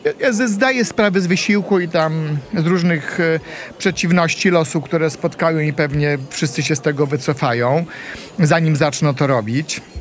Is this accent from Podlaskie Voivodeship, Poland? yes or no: yes; Białystok, Podlaskie Voivodeship, Poland; born there; accent: Podlasie; moved away; bo ja się urodziłem w Białymstoku. Więc on ma... Znaczy faktycznie my na Podlasiu, my Podlasiaki